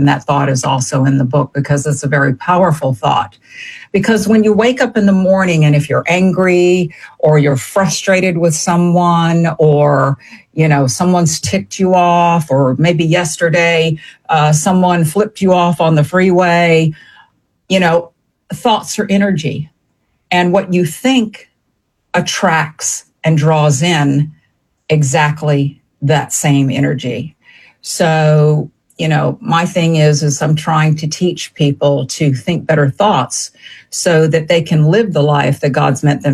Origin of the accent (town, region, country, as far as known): Savannah, Georgia, United States; born or raised there